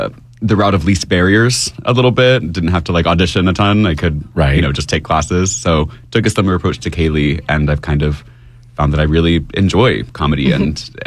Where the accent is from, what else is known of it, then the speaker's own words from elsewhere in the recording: Savannah, Georgia, United States; I'm originally from Savannah. I went to a performing arts school there and studied theater.